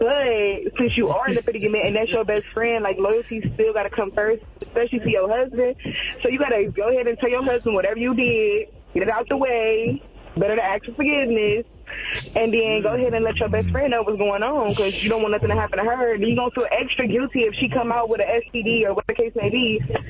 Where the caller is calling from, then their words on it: Cleveland, Ohio, United States; from Cleveland.